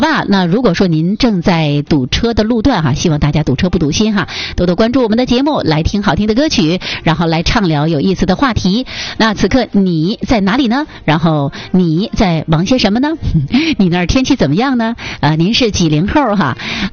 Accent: Northeast China, China

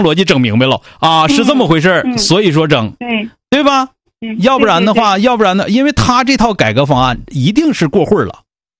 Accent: Northeast China, China; 最后咱们老家都是有一句话的，说孩子在外边好好干，实在太累了就回来。咱们东北足吃足喝，不受那气啊！

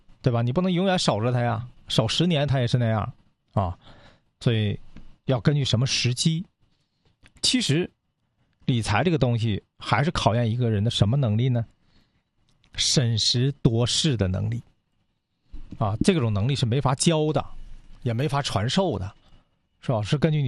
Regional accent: Northeast China, China; 咱们东北这边这旮瘩的朋友们啊

